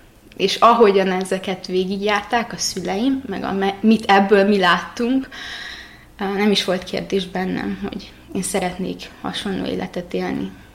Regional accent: Baraolt, Covasna, Romania; Én Székelyföldről érkeztem, egy kis városból, Baróta neve. Keresztény családban nőttem fel

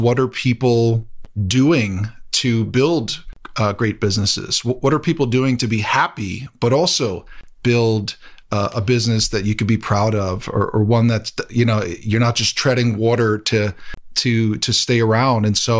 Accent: New York City, New York, United States; I'm a born and raised boy from Queens, New York, classic melting pot. People say, where are you from? What's your background? I'm like, well, my dad's an immigrant from Colombia who came to the U.S. when he was very young, about around 7 years old.

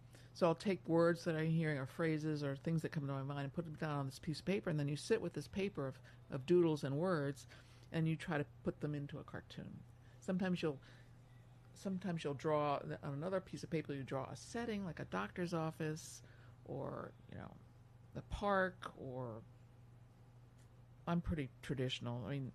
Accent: Washington, District of Columbia, United States; I grew up in Washington, D.C. during Watergate, so surrounded by politics

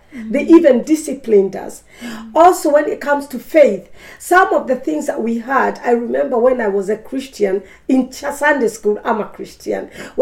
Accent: Kenya; moved away; originally I'm from Kenya

